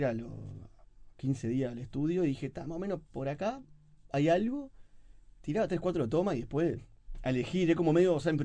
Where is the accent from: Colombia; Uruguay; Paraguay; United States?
Uruguay; born there